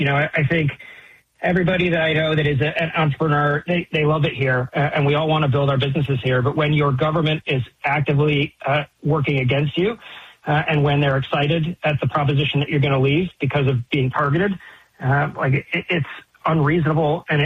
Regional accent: Tacoma, Washington, United States; now in Seattle, United States; You know, I grew up in Tacoma. I remember being in middle school and I had to do a report on the startup community in Seattle.

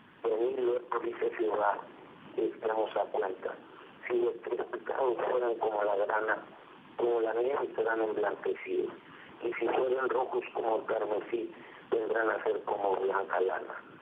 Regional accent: Mexico; cada uno de los que conformamos nuestra nación, México.

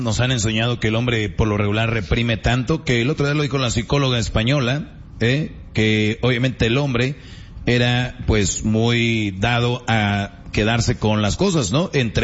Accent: Mexico; así como buenos mexicanos que le ponemos a una situación muchas palabras y frases, pues así estuvo.

